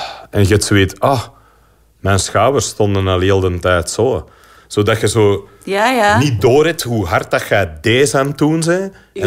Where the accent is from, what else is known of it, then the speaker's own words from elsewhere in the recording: Antwerp, Belgium; maar ik ben eigenlijk van Berchem origineel. Ja. Ik ben van de Fruit of Laan, wat helemaal niet hier ver vandaan is.